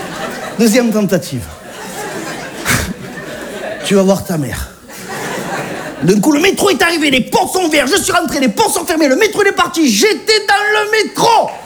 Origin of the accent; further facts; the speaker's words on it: Southern France, France; moved away as an adult; now in Paris, France; pour un mec du Sud, je vis à Paris.